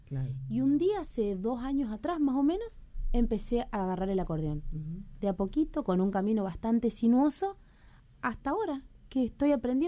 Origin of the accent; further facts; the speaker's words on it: Formosa, Argentina; now in Córdoba, Argentina; vivíamos en la provincia de Formosa. Si bien yo nací en Formosa, mi papá en el Chaco, tenemos 100 kilómetros